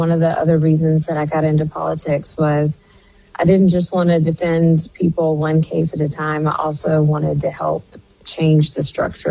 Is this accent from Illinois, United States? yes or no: no; Memphis, Tennessee, United States; I was born and raised here in Memphis, a wonderful town full of underdogs and fighters.